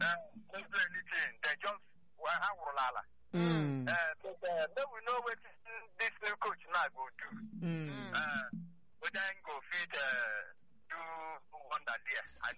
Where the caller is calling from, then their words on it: Port Harcourt, Rivers, Nigeria; I'm calling from Port Harcourt.